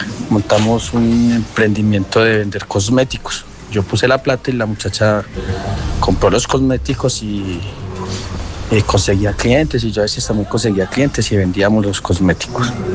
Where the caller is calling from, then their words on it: Dosquebradas, Risaralda, Colombia; No, soy de Subile. Aquí reportando sintonía desde el barrio Los Naranjos, en Dos Quebradas.